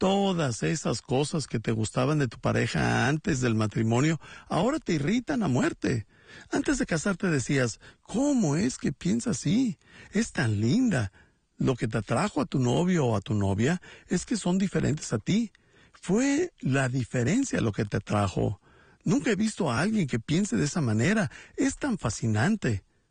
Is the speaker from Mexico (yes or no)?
no; Bolivia; soy de Bolivia.